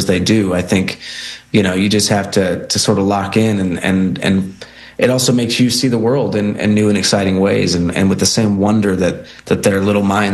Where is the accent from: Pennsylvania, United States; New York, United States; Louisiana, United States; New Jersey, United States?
New Jersey, United States; Well, as I mentioned, we grew up in Jersey